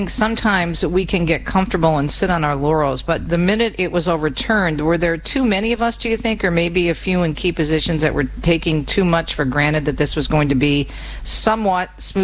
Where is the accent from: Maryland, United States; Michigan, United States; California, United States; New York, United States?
Michigan, United States; We saw some of these very extreme amendments in my home state, Michigan, was ground zero.